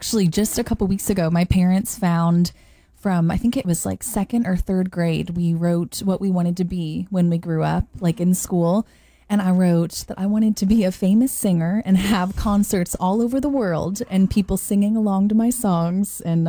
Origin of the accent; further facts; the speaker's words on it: St. Louis, Missouri, United States; I grew up in St. Louis, Missouri.